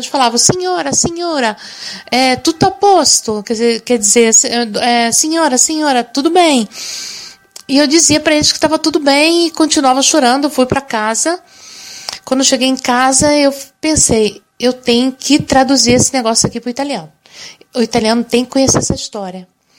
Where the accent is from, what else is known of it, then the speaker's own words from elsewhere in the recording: Brazil; now in Italy; Para nós que somos brasileiros